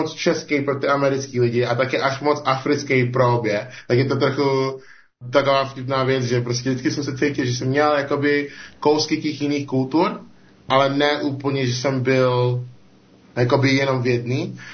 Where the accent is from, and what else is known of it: Nigeria; Czech is a second language; now in Czech Republic